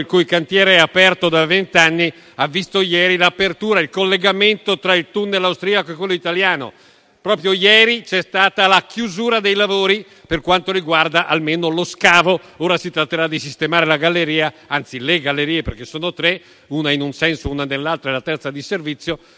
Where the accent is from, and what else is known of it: Trentino-Alto Adige, Italy